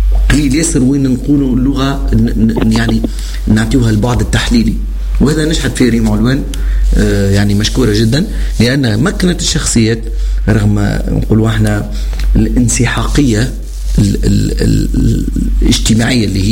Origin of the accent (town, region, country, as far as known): Tunisia